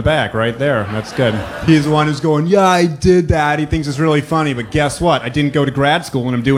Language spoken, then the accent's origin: English; New Hampshire, United States; I grew up in New Hampshire, so we used to go to Fenway Park.